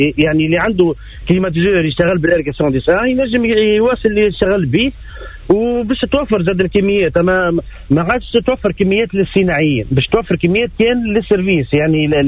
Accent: Tunisia; احنا عندنا في تونس

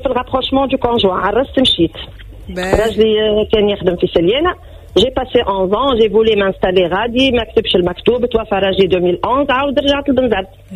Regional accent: North West Tunisia, Tunisia; also born or lived in Tajerouine / Le Kef / Bizerte / Siliana; رجعت لشمال الغربي خاطر فريمون صغري كامل في الشمال الغربي

